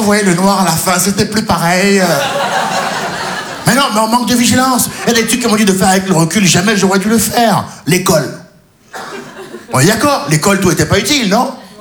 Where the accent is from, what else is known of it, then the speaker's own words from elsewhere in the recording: Benin; also born or lived in France; je suis franco-béninois. Ouais, mais je me dis, maintenant, quand les impôts, ils viennent, je suis béninois.